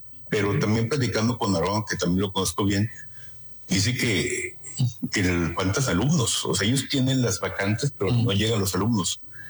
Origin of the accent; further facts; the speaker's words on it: Monterrey, Nuevo León, Mexico; moved away; Somos de Monterrey, la empresa es mundo de Monterrey, y yo personalmente hace 14 años me vine a vivir para acá, desgraciadamente por la inseguridad